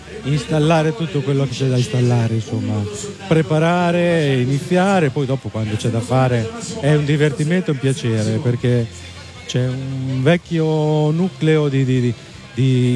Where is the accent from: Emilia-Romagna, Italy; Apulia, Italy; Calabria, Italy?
Emilia-Romagna, Italy; di Castelvecchio. Ciao, di Castelvecchio originario.